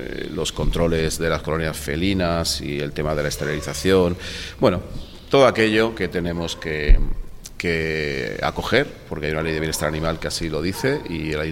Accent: Benidorm, Valencian Community, Spain; now in Alfaz del Pi, Spain; Yo visitaba el Alfaz del Pi antes de venir a vivir aquí. Como te digo, vengo de Benidorm.

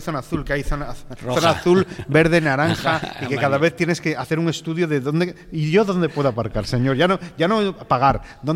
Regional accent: Cantabria, Spain; moved away as an adult; now in Madrid, Spain; Porque entre que soy de Cantabria, pero llevo veintipico años fuera de Cantabria. Vine a vivir aquí, pero después me fui a Madrid y vivo entre Madrid

